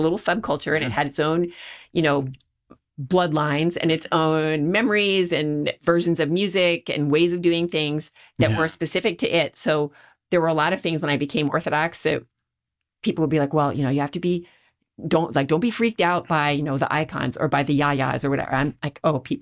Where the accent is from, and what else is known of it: Bryn Athyn, Pennsylvania, United States; born there